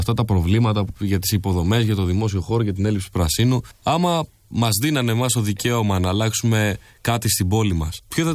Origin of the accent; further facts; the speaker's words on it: Crete, Greece; και εγώ είμαι από την Κρήτη, που είναι ένα πολύ ωραίο μέρος.